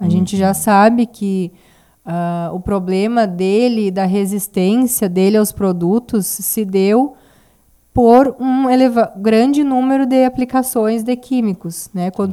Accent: Rio Grande do Sul, Brazil; also born or lived in Caçapava do Sul; Sim, sou gaúcha, agora morava em Caçapava, por último.

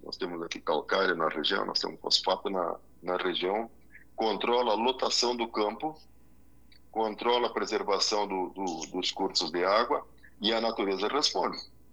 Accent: Rio Grande do Sul, Brazil; Nós somos gaúchos.

